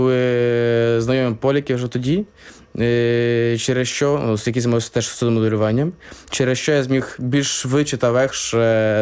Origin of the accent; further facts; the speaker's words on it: Kyiv, Ukraine; moved away as an adult; now in Warsaw, Poland; Я сам з Києва, вже десь, ну, спочатку повномасштабної війни я переїхав до Польщі. І вже десь приблизно 4 роки знаходжусь в Польщі та розвиваюся у Варшаві